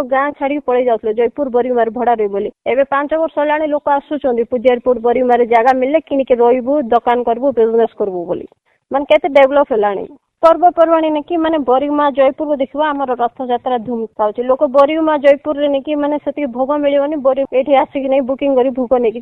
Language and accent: Odia; Jeypore, Odisha, India; ମୋ ଗାଁଟା ଜୟପୁର, ମୁଁ ଆସିକି ଏଠି ରହିଲି, ମୁଁ ବହୁତ ହସ ଖୁସିରେ ଅଛି